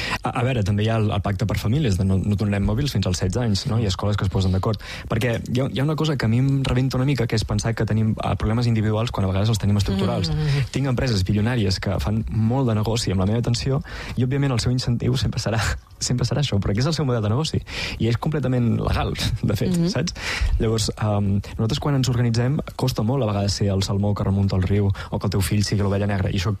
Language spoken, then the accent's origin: Catalan; Olot, Catalonia, Spain; sóc d'Olot